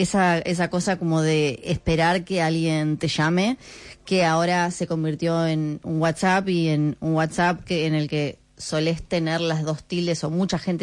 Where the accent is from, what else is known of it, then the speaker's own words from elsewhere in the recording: Ushuaia, Tierra del Fuego, Argentina; Yo, por ejemplo, qué sé yo, soy de Ushuaia, y en un momento mi papá se había venido a vivir acá